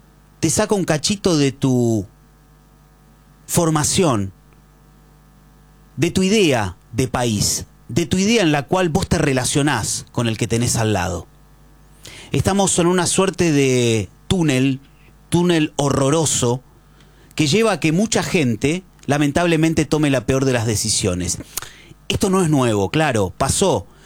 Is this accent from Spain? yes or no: no; Argentina